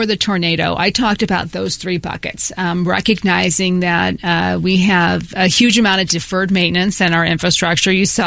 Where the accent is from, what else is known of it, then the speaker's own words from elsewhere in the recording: St. Louis, Missouri, United States; Well, I was born in South St. Louis City, raised primarily in the unincorporated St. Louis County area. So went to Parkway Schools.